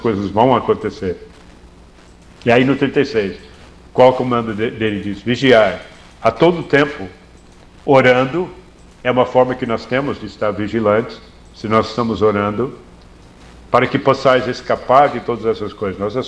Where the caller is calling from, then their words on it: Rio de Janeiro, Brazil; eu falo do Rio de Janeiro